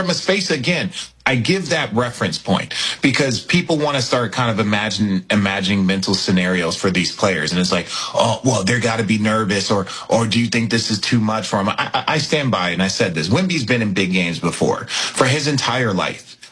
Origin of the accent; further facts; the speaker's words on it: New York, United States; As a New Yorker, don't marvel too much.